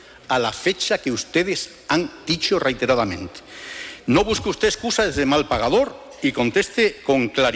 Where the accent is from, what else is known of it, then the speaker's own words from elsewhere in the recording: Spain; ¿Es que acaso somos españoles de segunda o de tercera?